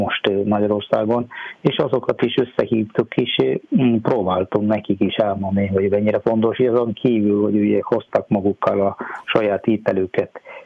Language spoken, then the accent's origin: Hungarian; South India, India; Hungarian is a second language; moved away as an adult; now in Hungary; egyébként Dél-Indiából származom, már 23 éve vagyok, itt 24. éve vagyok. Hát én 2003. október 9-én érkeztem Magyarországra